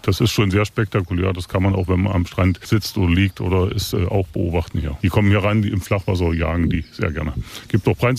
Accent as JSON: {"language": "German", "region": "Saxony-Anhalt", "country": "Germany", "said": "ich komme aus Sachsen-Anhalt"}